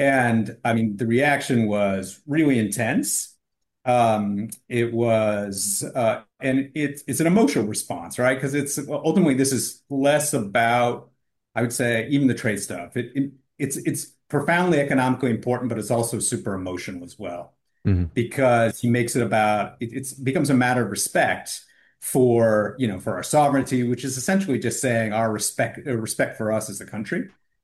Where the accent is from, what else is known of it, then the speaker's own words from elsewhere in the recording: United States; now in Canada; So let me just say, as I mentioned, I'm an American, and I've only been here for 2 years. Although I did live here about 20 years ago. I lived in Montreal